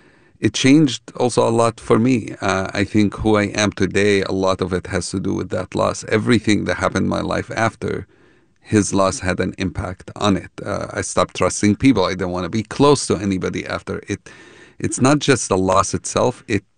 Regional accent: Jerusalem, Palestine; Yeah, I grew up in Jerusalem. We grew up under occupation.

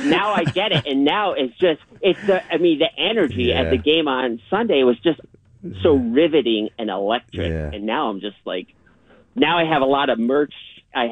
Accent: San Francisco, California, United States; from San Francisco

